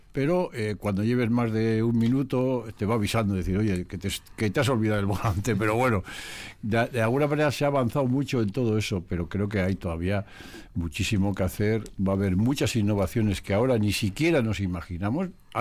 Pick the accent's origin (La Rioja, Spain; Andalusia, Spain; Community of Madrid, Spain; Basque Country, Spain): Basque Country, Spain; now in Vitoria-Gasteiz, Spain; mi pueblo, allá cerca de Vergara